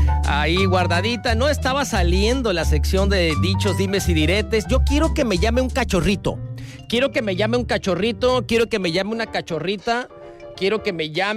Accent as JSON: {"language": "Spanish", "region": "Baja California Sur", "country": "Mexico", "said": "Yo soy sudcaliforniano, ¿eh? Soy sudcaliforniano."}